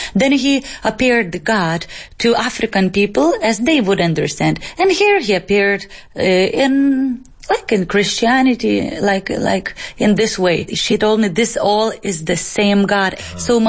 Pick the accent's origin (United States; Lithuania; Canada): Lithuania; Vilnius, Vilnius County; I am from Lithuania, Vilnius.